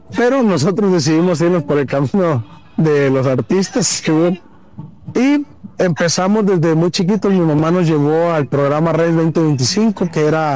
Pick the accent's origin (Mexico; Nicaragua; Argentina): Mexico; Tijuana, Baja California; soy trompetista, soy tijuanense o californiano